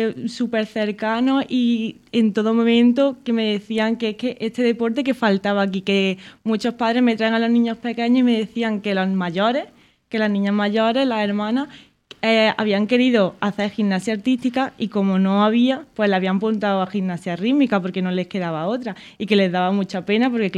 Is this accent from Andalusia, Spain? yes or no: yes; Lucena, Andalusia, Spain; Claro, porque yo soy de Lucena y allí sí hay un club de gimnasia artística.